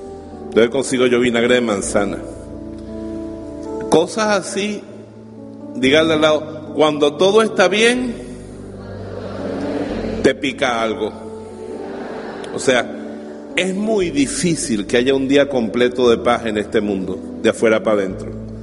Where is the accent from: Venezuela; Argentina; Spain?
Venezuela; Bejuma, Carabobo; born or raised there